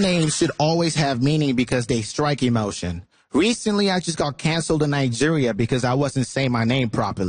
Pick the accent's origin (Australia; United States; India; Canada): Canada; accent: Canadian; I was raised in Canada. So … You know, I used to say with a Canadian accent